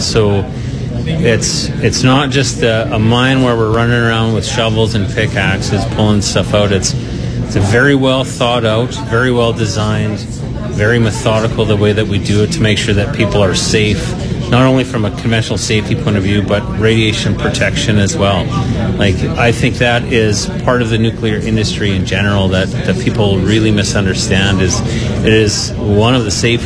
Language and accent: English; Saskatchewan, Canada; So I'm born and raised in Saskatchewan, so I went to the University of Saskatchewan.